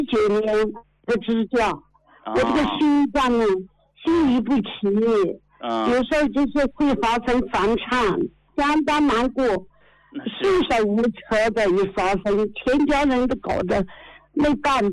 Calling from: Kunming, Yunnan, China; 我是昆明的听众，其实七十的一个老太婆。

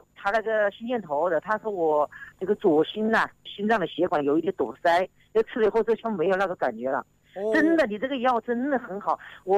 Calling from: Wuhan, Hubei, China; 我是武汉的，武汉汉口的。

